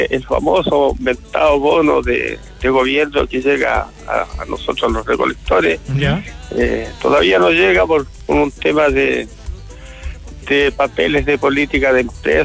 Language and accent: Spanish; Linares, Maule, Chile; Soy de Linares y quiero una persona seria, no quiero jugar.